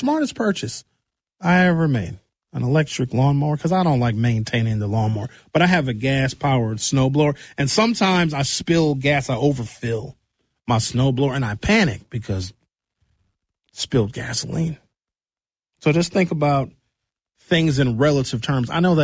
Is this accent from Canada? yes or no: no; Racine, Wisconsin, United States; somebody will always remember, sure, when I'm from Racine, my grandparents are from Racine.